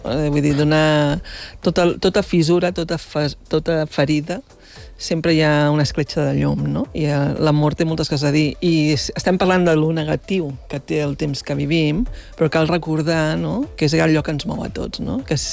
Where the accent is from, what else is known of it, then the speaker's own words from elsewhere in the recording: Barcelona, Catalonia, Spain; now in Empordà, Spain; jo sóc de Barcelona, visc a l'Empordà, des de que sóc director del festival